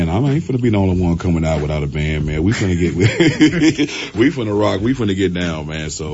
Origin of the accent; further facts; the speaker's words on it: Magnolia, Arkansas, United States; for letting me off to go do my thing in my hometown of Magnolia, Arkansas.